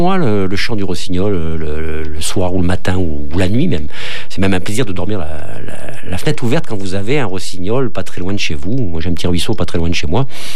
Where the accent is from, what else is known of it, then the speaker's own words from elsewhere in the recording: France; Chez nous, en France